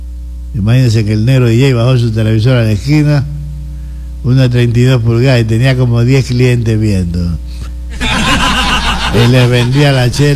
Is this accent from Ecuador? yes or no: yes; Ecuador